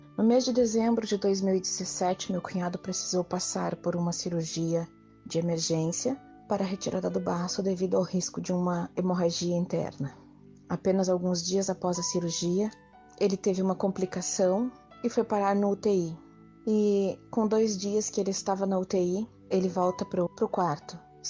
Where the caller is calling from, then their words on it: Gravataí, Rio Grande do Sul, Brazil; sou da cidade de Gravataí, no estado do Rio Grande do Sul